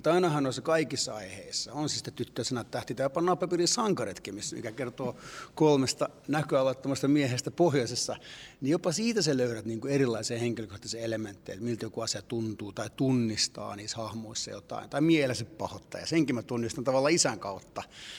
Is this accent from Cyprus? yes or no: yes; Cyprus; mä sitten sijoitin sen tuonne häihin ja nimenomaan Kreikkaan, koska olen Kyprokset kotoisin, ollut Kyproksella häissä.